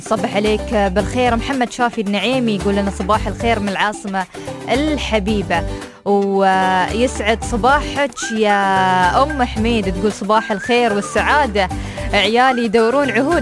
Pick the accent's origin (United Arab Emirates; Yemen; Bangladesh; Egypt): United Arab Emirates; الصيف في الإمارات عندنا له طعم خاص